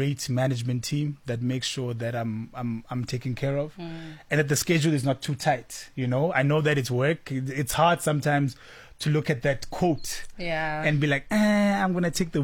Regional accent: Brayton, Mpumalanga, South Africa; I'm a kid from Brayton, Mpumalanga. I don't know anybody in Joburg.

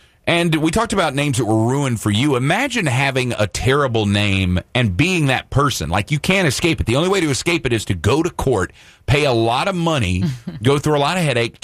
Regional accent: Mississippi, United States; And again, I come from South Mississippi.

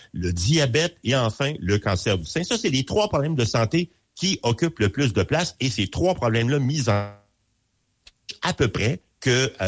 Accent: Quebec, Canada; chez nous au Québec

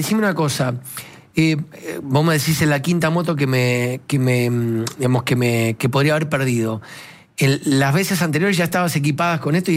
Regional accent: Buenos Aires Province, Argentina; soy de Zona Sur.

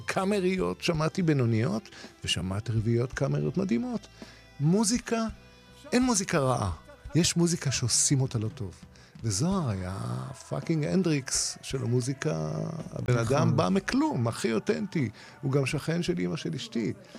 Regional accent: Rehovot, Central District, Israel; אני מרחובות

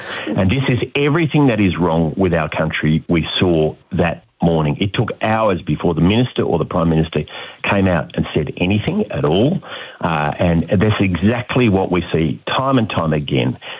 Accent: New South Wales, Australia

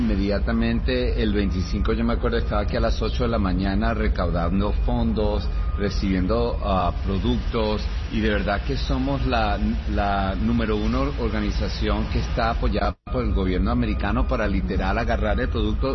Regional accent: Venezuela; now in Miami, United States; Yo, siendo venezolano como tú, nos sentimos como, conchale, ¿qué hacemos, no?

